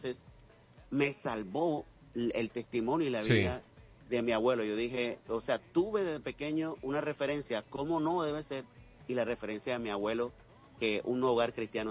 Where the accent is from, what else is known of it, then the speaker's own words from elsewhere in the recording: Caribbean Region, Colombia; Okay, soy del Caribe colombiano, pero a ver, estudié música tradicional del Caribe colombiano en la Universidad del Atlántico.